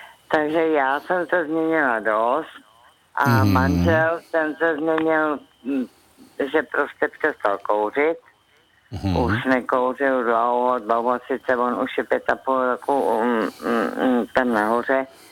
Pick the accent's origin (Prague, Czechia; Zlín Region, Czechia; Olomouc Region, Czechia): Prague, Czechia; moved away as an adult; Já jsem teda křtěná Vltavou, jak se říká.